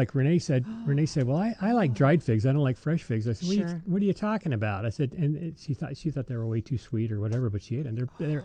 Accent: Alabama, United States; growing up in Alabama

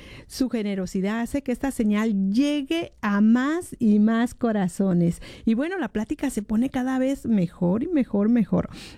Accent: Guadalajara, Jalisco, Mexico; Yo también soy de Guadalajara.

